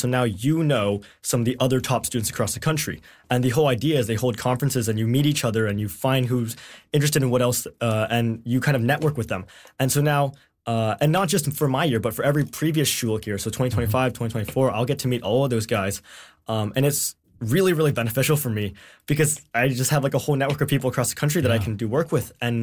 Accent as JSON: {"language": "English", "town": "Vancouver", "region": "British Columbia", "country": "Canada", "tie": "born there", "said": "I was born in Vancouver, but I moved here in like 2017."}